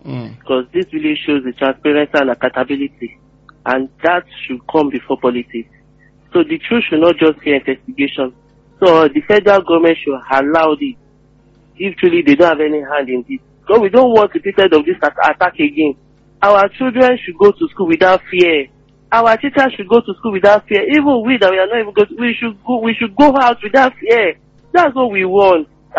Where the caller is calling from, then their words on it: Nigeria; calling from Malakia.